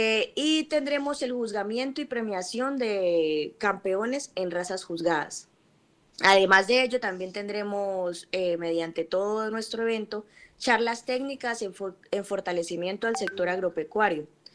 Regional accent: Panamá de Arauquita, Arauca, Colombia; De Arauquita, sí, somos Panamá de Arauquita.

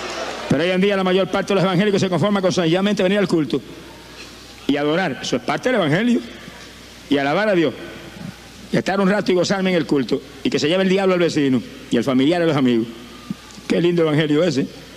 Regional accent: Camuy, Puerto Rico; Yo viví 35 años perdido en mi pueblo de Camuy.

